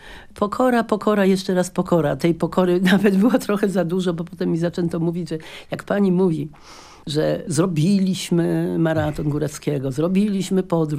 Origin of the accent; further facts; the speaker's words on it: Kraków, Lesser Poland, Poland; moved away as an adult; ja, która od 5. życia roku się wychowywałam w Krakowie